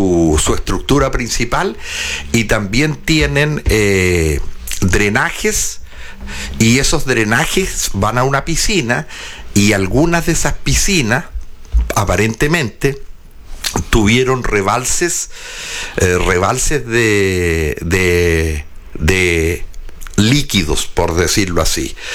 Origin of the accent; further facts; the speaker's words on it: Chile; somos los mineros chilenos